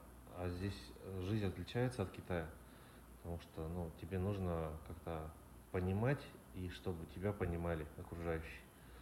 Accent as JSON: {"language": "Russian", "region": "Sverdlovsk Oblast", "country": "Russia", "tie": "born or raised there", "also_born_or_lived": "China", "moved": "as an adult", "lives_now": "Kaohsiung, Taiwan", "said": "Я родом из Свердловской области, недалеко от Екатеринбурга."}